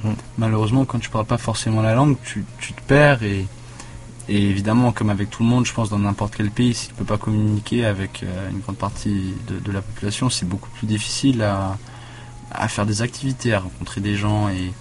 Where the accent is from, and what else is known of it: Vanuatu; born there